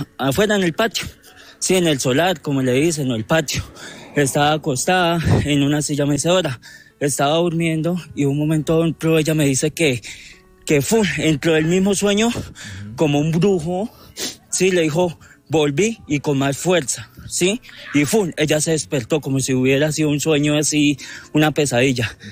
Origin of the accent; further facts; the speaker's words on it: Espinal, Tolima, Colombia; yo me crié en el Espinal Tolima